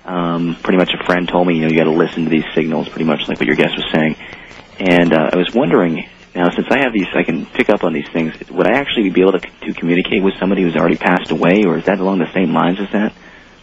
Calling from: Burlington, Vermont, United States; Hi, this is … in Burlington, Vermont.

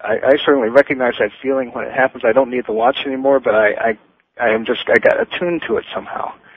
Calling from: Las Vegas, Nevada, United States; I'm calling you from Las Vegas, Nevada.

